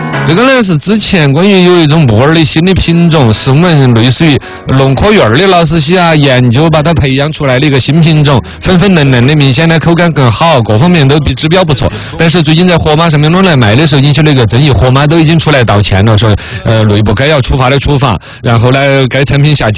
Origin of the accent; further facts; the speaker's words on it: China; 我们中国人